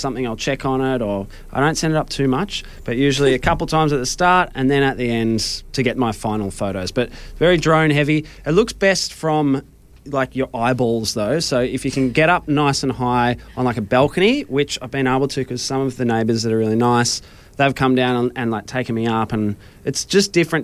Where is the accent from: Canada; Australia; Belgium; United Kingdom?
Australia; Melbourne, Victoria; I'm from Melbourne.